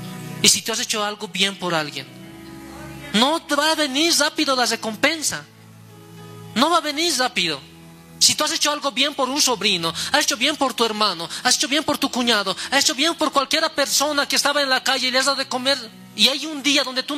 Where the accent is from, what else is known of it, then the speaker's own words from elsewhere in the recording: La Paz, Bolivia; born there; Yo cuando era niño estaba por la Balivian